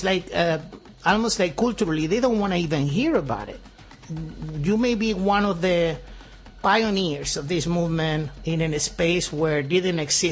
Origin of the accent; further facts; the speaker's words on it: Canary Islands, Spain; moved away; I'm from Canary Islands, so we have this connection with America, and we always had it.